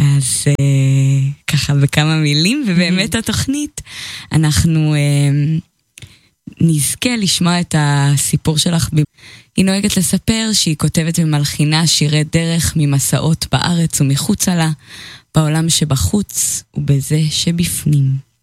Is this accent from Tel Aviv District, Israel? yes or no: no; Jerusalem, Jerusalem District, Israel; ירושלמיות, born and raised